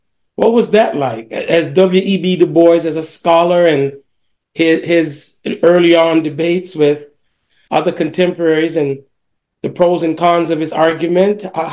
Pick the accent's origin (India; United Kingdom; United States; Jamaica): Jamaica; growing up in Jamaica